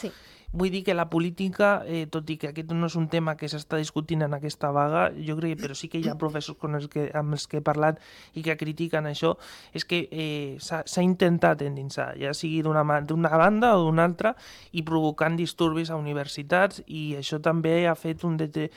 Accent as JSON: {"language": "Catalan", "region": "Catalonia", "country": "Spain", "said": "Jo defenso el català, jo soc català"}